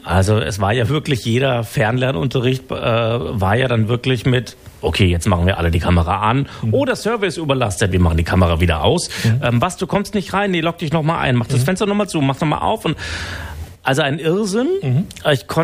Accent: Bavaria, Germany; moved away as an adult; now in Baden-Württemberg, Germany; Also ich komme ja ursprünglich aus Bayern und habe da mein Referendariat in Ingolstadt gemacht.

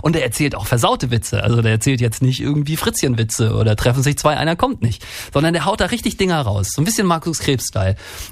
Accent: Rostock, Mecklenburg-Vorpommern, Germany; Aber ich habe mich gerade daran erinnert, ich komme ja aus Rostock und in Rostock gibt es den Stralsunder.

